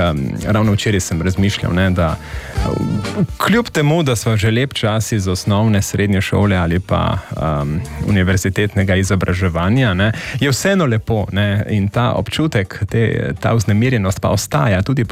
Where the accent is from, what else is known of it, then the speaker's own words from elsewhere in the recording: Zakojca, Gorizia, Slovenia; born there; ko sva medva iz Zakojce v Bukovo hodila 4 km v šolo po zimi, po najhujšem snegu